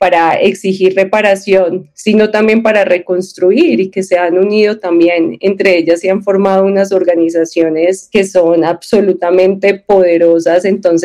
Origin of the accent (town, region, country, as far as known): Colombia